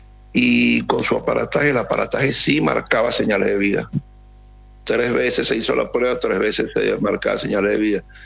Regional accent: El Salvador; Yo vengo, un ejemplo, ¿no? Yo vengo de El Salvador, pero como que vinieron fue a curiosear.

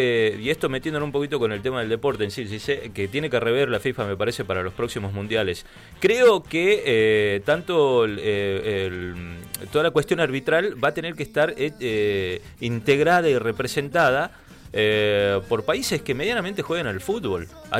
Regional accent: Argentina; más como somos los argentinos jetones, bravucones

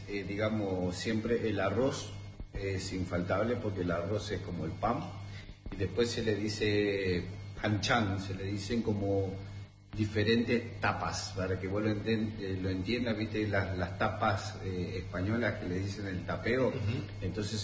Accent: Mendoza, Argentina; born there; also born or lived in Korea

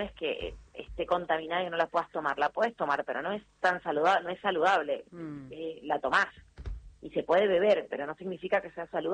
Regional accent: Argentina; somos todos argentinos.

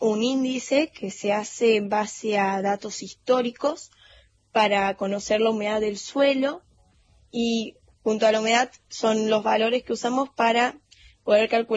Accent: Villa Carlos Paz, Córdoba, Argentina; Bueno, yo soy de Carlos Paz y vivo muy cerca de lo que sería la ruta Córdoba.

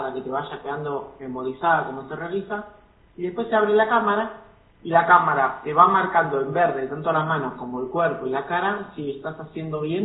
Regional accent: La Matanza, Buenos Aires Province, Argentina; De Buenos Aires, en mi caso, soy de Buenos Aires, La Matanza.

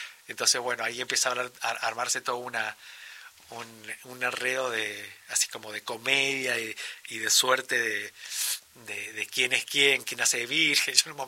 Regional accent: San Juan, Argentina; yo que soy sanjuanino, no lo noto tan alejado de cuando uno se va y vuelve

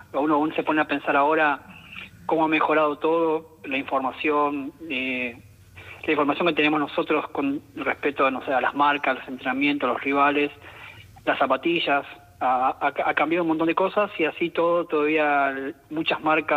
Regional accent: Entre Ríos, Argentina; Clara el 20 de julio, 9 de julio Villaguay, que está cerca de mi pueblo.

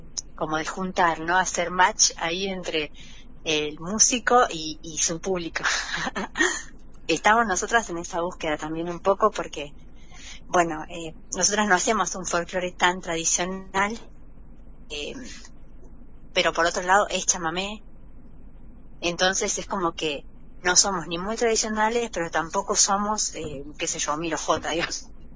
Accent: Paso de los Libres, Corrientes, Argentina; moved away; en Paso de los Libres, poder cantarlos ahí en mi tierra

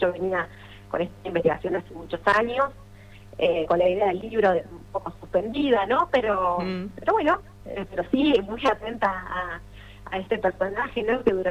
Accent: Salta, Argentina; born there; Yo nací en Salta, que bien soy yo quien nací en Salta por el trabajo de mi papá, que era el petróleo.

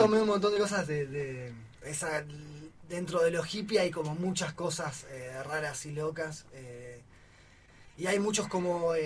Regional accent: Viedma, Río Negro, Argentina; moved away as an adult; now in El Bolsón, Argentina; yo soy de Viedma, pero bueno, vivo hace 10 años acá

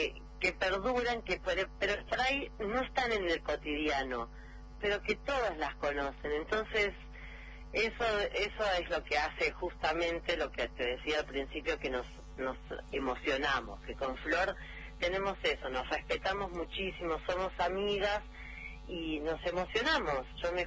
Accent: Argentina; no nos quedamos quietas, somos mujeres, somos argentinas

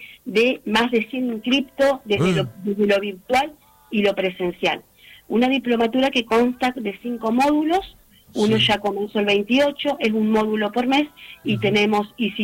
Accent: Santa Fe, Argentina; somos de Santa Fe Capital, capital de la cumbia santafesina principalmente, pero también mucho, mucho folclore.

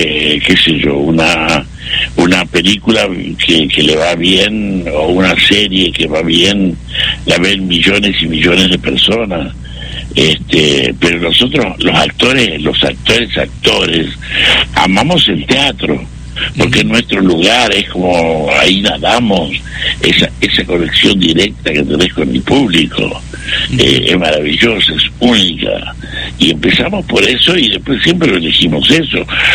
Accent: Salta, Argentina; moved away as an adult; also born or lived in Córdoba / Buenos Aires; Yo soy salteño, sí, nací en Salta. Después me fui a Córdoba a hacer el servicio militar y de ahí me quedé estudiando y empecé a hacer teatro ahí en Córdoba.

